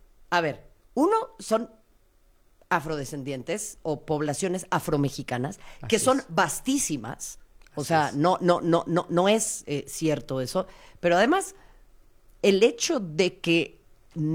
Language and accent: Spanish; Mexico; Si soy morena y soy latina. Y eso es algo que nos sucede mucho en México también